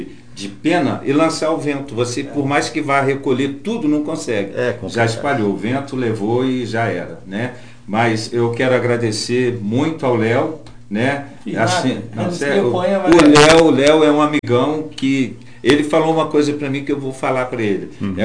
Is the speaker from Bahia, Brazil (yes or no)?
no; Santos Dumont, Minas Gerais, Brazil; now in Cabo Frio, Brazil; eu sou de Santos Dumont, tenho orgulho de ter nascido lá